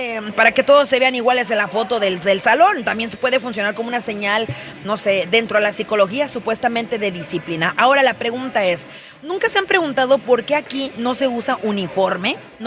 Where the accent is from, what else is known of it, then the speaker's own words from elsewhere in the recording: Mexico; moved away; yo que vengo de México, ¿verdad? Y allá estudié toda mi escolaridad, o sea que el kinder, la primaria, la secundaria, la preparatoria, allá las escuelas públicas